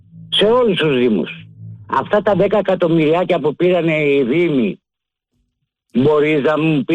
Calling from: Megalo Pefko, Attica, Greece; από το Μεγάλο Πέφκο.

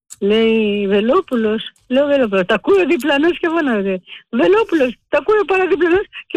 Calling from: Piraeus, Attica, Greece; από Πειραιά.

